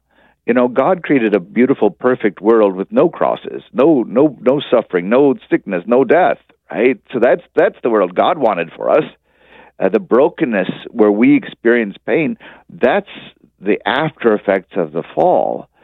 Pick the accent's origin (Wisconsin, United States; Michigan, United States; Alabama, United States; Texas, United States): Texas, United States; And of course, I grew up in the Bible Belt in Texas, and so I had a lot of Baptist friends growing up